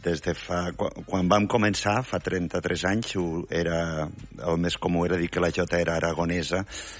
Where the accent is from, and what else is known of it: Tortosa, Catalonia, Spain; born there